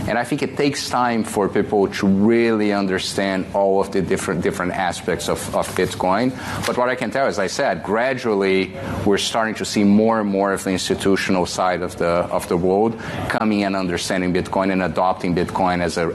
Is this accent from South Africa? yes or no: no; Brazil; I grew up in Brazil, and you know, I went my teenage years in the 90s in Brazil, late 80s, early 90s, when inflation was wild.